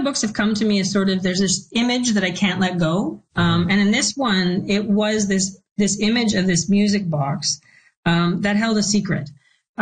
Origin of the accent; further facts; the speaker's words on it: Winnipeg, Manitoba, Canada; moved away as an adult; now in Ottawa, Canada; I'm originally from Winnipeg, and I have a lot of family in Thunder Bay